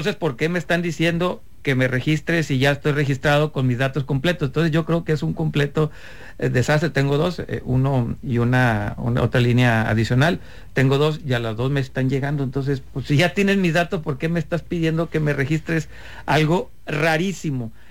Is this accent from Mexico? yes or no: yes; Mexico; como buenos mexicanos vamos a dejar todo para el último momento